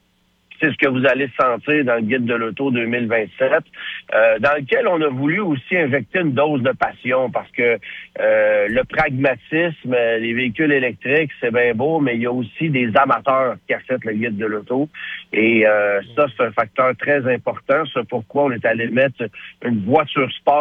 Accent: Canada; c'est une nouvelle mode chez nous au Canada, aux États-Unis

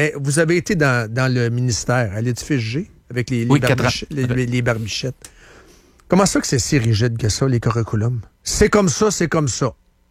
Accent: Shawinigan, Quebec, Canada; born there; Quand j'étais jeune au séminaire à Shawinigan.

